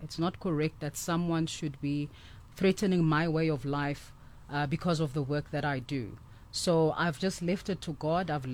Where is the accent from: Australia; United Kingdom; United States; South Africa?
South Africa; Johannesburg, Gauteng; is a young black girl who was born and raised in Johannesburg. I grew up in the Johannesburg CBD.